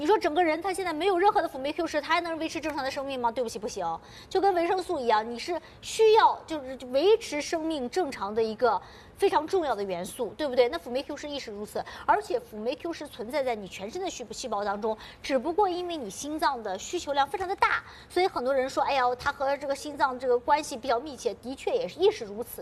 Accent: China; 这个南美人士的、北美人士的，他对我们中国人、我们亚洲人群适合吗？

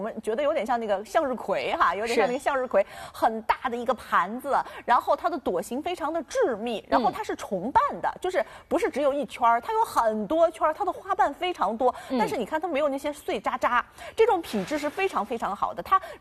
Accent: China; 所以对于我们中国人来说，茶文化不是光光喝茶叶

